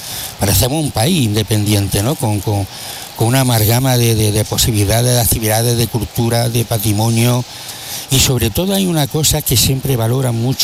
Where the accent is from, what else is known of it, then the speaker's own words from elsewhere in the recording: Andalusia, Spain; por defender y vender mi tierra